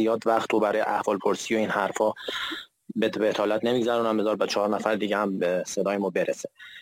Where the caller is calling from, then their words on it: Iran; ما ایرانی هستیم، ما هزاران سال تمدن داریم.